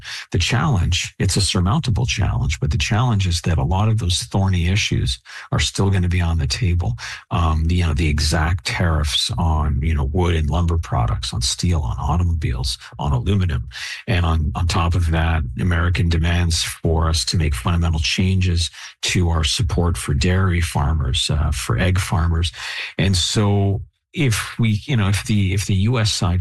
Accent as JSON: {"language": "English", "country": "Canada", "said": "I'm Canadian."}